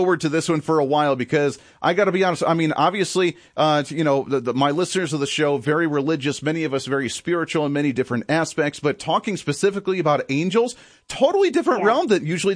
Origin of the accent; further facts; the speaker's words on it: Ohio, United States; when I was growing up in Ohio.